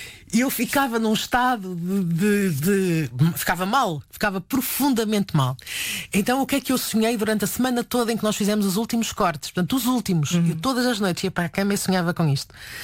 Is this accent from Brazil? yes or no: no; Porto, Norte, Portugal; E eu sou do Porto